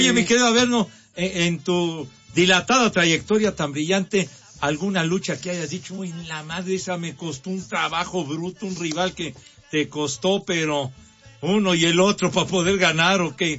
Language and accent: Spanish; Mexico City, Mexico; Charro, yo soy de Iztapalapa.